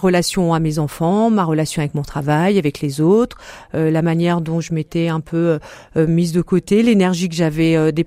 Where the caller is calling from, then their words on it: Le Mans, Pays de la Loire, France; Moi, je vis au Mans